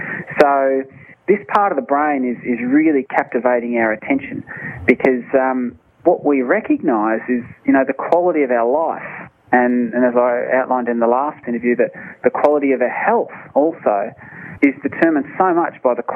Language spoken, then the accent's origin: English; Australia; Because I'm Australian, yes. I'm a simple Australian man